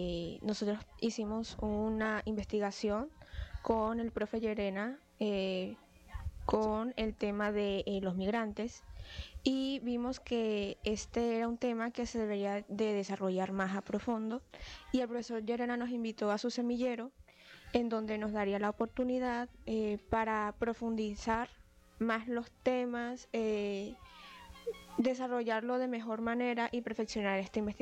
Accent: Trujillo, Venezuela; now in Montería, Colombia; el primer estado, que es de donde yo vengo, que es el estado Trujillo

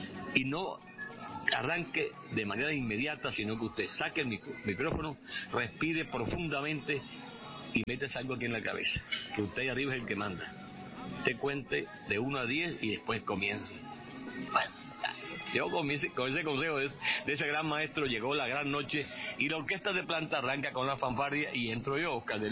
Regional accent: Colombia; no como animador, sino como un colombiano que quería abrazar al pueblo de Venezuela.

